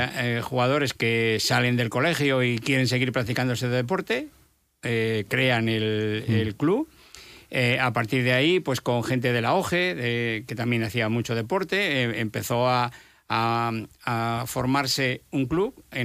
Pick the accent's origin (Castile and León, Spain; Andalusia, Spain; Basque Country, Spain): Castile and León, Spain; yo especialmente, que me considero leonés de verdad